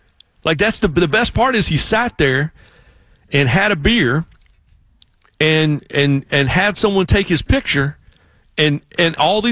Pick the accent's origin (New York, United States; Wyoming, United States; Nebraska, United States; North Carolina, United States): North Carolina, United States; Raleigh; Clemson is the place that growing up in the Triangle, growing up in Raleigh, and I have been to games in Chapel Hill, Wake Forest, I mean, East Carolina, obviously NC State, Duke, all of it.